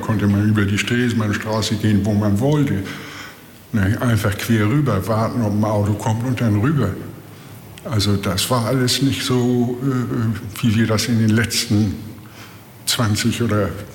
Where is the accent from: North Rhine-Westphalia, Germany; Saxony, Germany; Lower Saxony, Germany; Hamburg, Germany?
Hamburg, Germany; Jahrgang 1947, und ich bin in der Oelkersallee aufgewachsen. Und da wohne ich jetzt wieder.